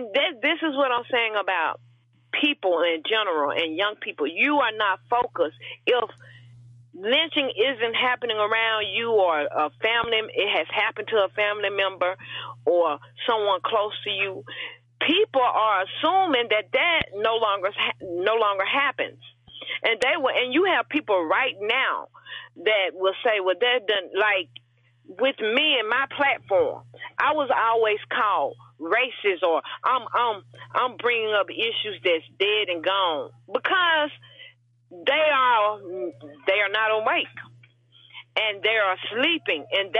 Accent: Hazlehurst, Mississippi, United States; I grew up here, and we are originally from Hazelhurst, Mamie too.

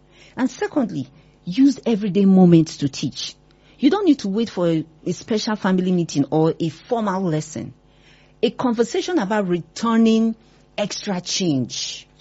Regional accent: Nigeria

